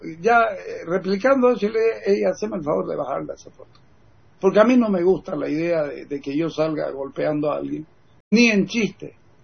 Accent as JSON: {"language": "Spanish", "region": "Santa Cruz", "country": "Bolivia", "said": "La enemistad o el problema que tiene Bolivia no somos los cruceños."}